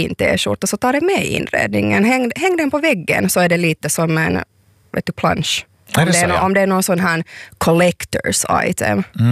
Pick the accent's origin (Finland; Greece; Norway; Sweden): Finland; Helsinki, Uusimaa; Nej, alltså jag är ju från Helsingfors